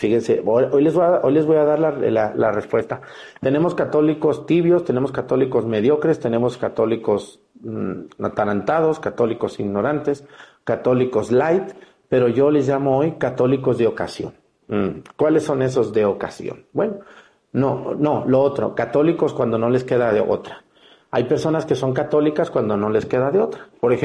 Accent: Mexticacán, Jalisco, Mexico; yo de niño aprendí en Mexicacán, cuando me llevaba mi abuela a rezar rosarios de los muertos

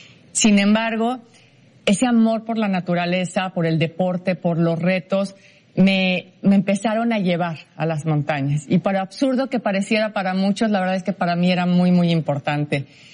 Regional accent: Mexico; mexicana, alpinista, abogada, emprendedora social, consultora y principalmente madre.

